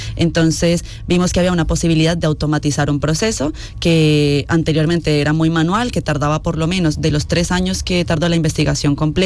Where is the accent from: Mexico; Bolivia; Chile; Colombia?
Colombia; moved away; Yo en Colombia había tenido la oportunidad de trabajar, que yo soy colombiana